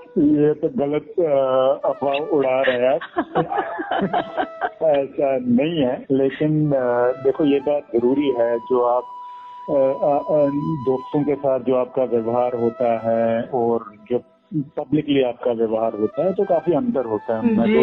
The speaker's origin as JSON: {"language": "Hindi", "region": "Jammu and Kashmir", "country": "India", "tie": "born or raised there", "said": "मेरा जन्म कश्मीर में हुआ, मैं कश्मीर से बिलोंग करता हूँ।"}